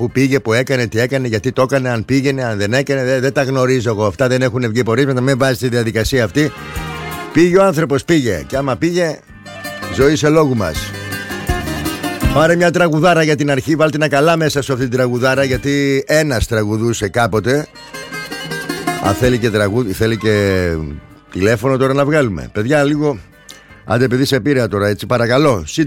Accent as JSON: {"language": "Greek", "region": "Macedonia", "country": "Greece", "said": "Και εμείς Μακεδόνες είμαστε."}